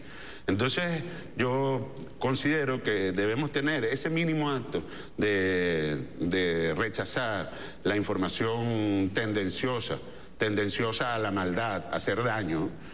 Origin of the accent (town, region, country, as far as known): Venezuela